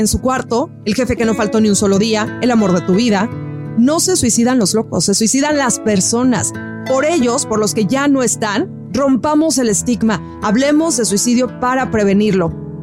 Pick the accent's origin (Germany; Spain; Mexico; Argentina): Mexico; Mazatlán, Sinaloa; De Sinaloa para el mundo, acá andamos. … Mazatlán. Yo soy mazatleca, oigan.